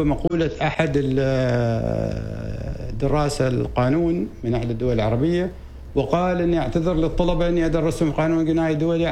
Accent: Oman; احنا كعمانيين وعرب ومسلمين

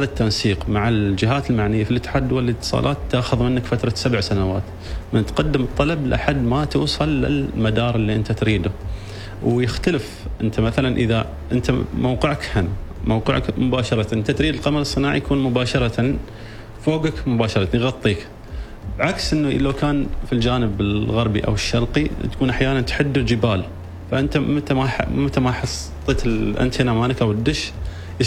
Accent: Oman

